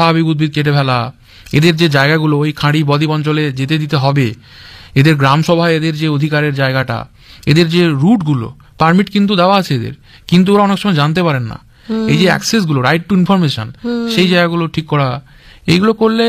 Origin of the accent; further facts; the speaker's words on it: West Bengal, India; যার বাড়ি ধরুন পুরুলিয়ায়, আমার বাড়ি সুন্দরবন, তো আমাদেরকে তো জানতে হবে